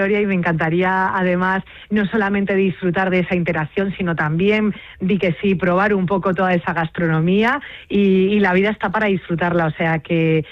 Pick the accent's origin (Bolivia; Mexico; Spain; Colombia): Spain; Castile and León; Yo soy leonesa.